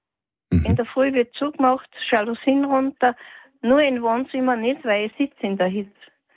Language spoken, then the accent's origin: German; Obertraun, Upper Austria, Austria; Ich bin in Obertraun am Hallstätter See aufgewachsen.